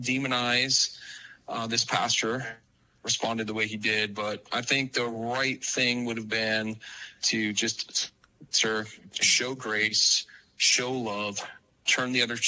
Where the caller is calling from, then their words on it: Boston, Massachusetts, United States; I'm an Irishman from Boston